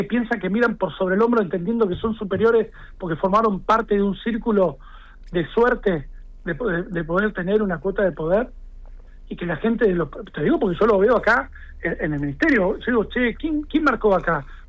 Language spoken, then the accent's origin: Spanish; Pico Truncado, Santa Cruz, Argentina; yo soy de Pico Truncado, ¿qué es que fueron a Truncado?